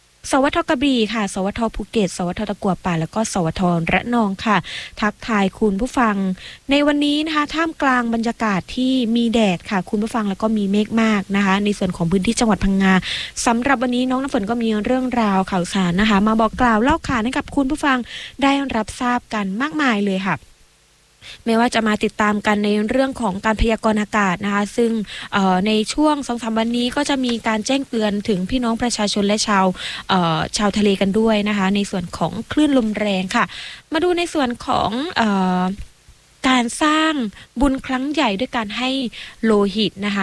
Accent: Southern Thailand, Thailand; ถือเป็นความภาคภูมิใจที่เราพี่น้องชาวคนใต้นะคะที่ต่างภาคภูมิใจในสิ่งที่เราได้รับ

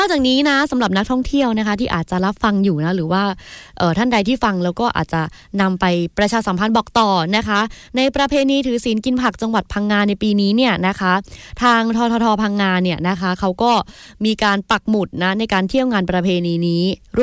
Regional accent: Saraburi, Thailand; now in Takua Pa, Thailand; ไม่ใช่คนตะกั่วป่าไม่ใช่คนภาคใต้นะคะแต่ว่าก็ที่จังหวัดสระบุรีเนาะที่บ้านเกิดของ … เองนะคะก็มีกิจกรรมนี้เหมือนกันนะเป็นคนไทยเชื้อสายจีนนะคะ

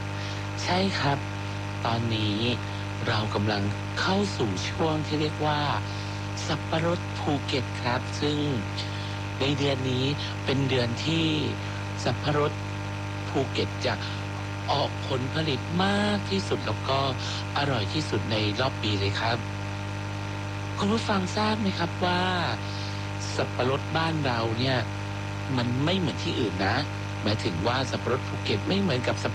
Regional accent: Phuket, Thailand

